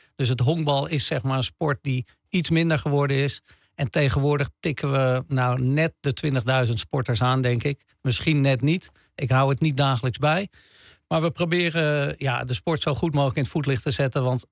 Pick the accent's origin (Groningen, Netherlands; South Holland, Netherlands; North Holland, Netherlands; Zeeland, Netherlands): North Holland, Netherlands; Amsterdam; also born or lived in Velsen; now in Haarlem, Netherlands; Ja, ik ben uiteindelijk opgegroeid in Amsterdam. We zijn naar Amsterdam-Zuid gegaan. En daar heb ik de rest van mijn leven, althans daar ben ik getogen. School in Amstelveen. Maar opgegroeid in Amsterdam en uiteindelijk weer in Kennemerland terechtgekomen